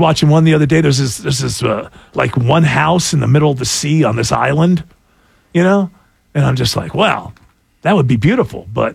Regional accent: New York, United States; moved away; I didn't live in New Jersey. I lived in Western New York.

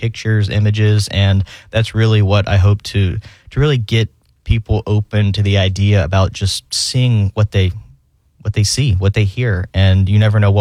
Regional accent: Jacksonville, Florida, United States; Well, and I'm born and raised in Jacksonville. This is my home. It's the home I've always known.

